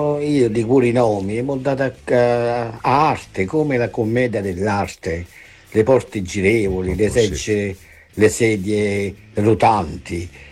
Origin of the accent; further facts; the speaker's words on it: Cetara, Campania, Italy; now in Marseille, France; io sono d'origine campana, sono da Cetara, però vivo in Marsiglia.